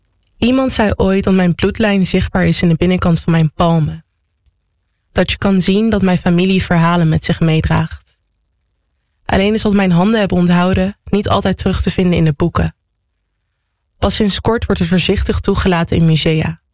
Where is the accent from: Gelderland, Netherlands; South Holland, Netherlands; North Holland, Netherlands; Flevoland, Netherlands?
South Holland, Netherlands; The Hague; Ik ben hier geboren in Nederland, geboren en getogen Haagenees.